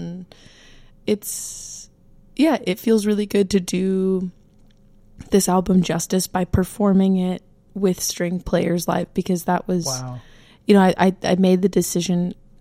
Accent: Fayetteville, Arkansas, United States; we'll do it all again in Fayetteville, which is my hometown. Mm-hmm. I was born and raised in Fayetteville.

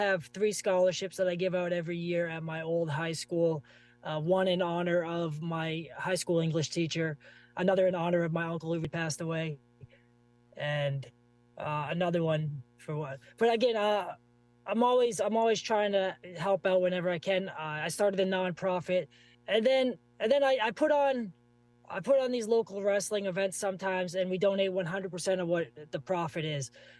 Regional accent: Maine, United States; I'm from Maine originally.

